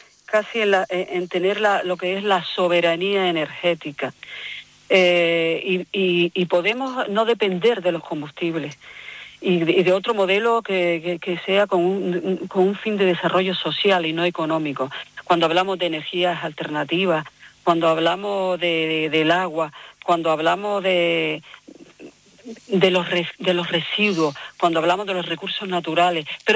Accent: Canary Islands, Spain; Canarias siempre hemos sido un pueblo pacífico

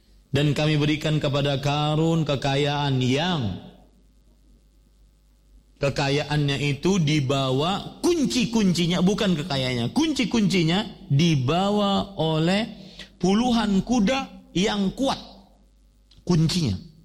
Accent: Banjarmasin, South Kalimantan, Indonesia; terutama di kota saya di Banjarmasin, kebab, usaha kebab gitu ya.

